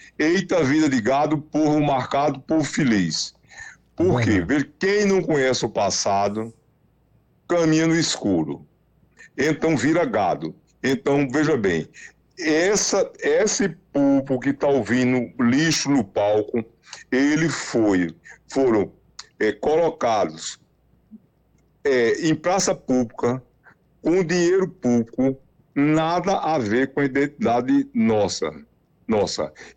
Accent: Serra Talhada, Pernambuco, Brazil; born there; Sertanejo está sendo o sertão onde eu nasci, em Serra Talhada, na beira do Itajaú.

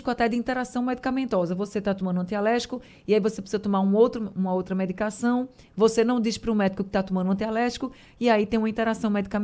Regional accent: Recife, Pernambuco, Brazil; porque eu também, né, sou do Ibura, fui criada, nascida e criada lá.

